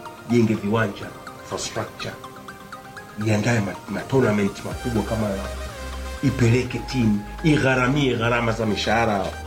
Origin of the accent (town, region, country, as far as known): Tanzania